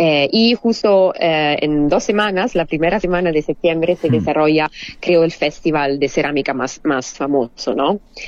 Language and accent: Spanish; Macerata, Marche, Italy; Spanish is a second language; now in Turin, Italy; Sí, yo soy de Macerata. Es una ciudad uh-huh. en el centro de Italia, en una región que se llama Marche.